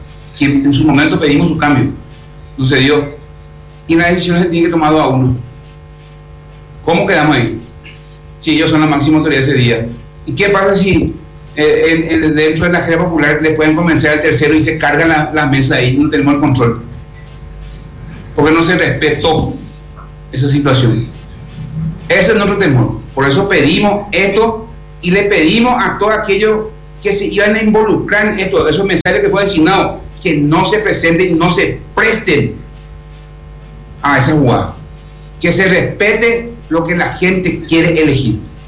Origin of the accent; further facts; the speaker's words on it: Luque, Central, Paraguay; Somos paraguayos, somos luqueños